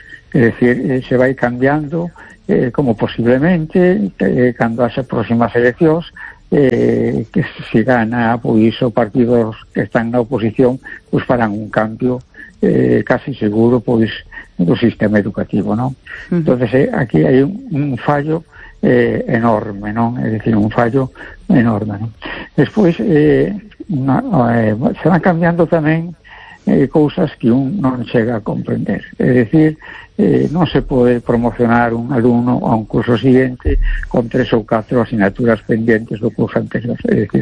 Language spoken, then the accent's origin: Spanish; A Coruña, Galicia, Spain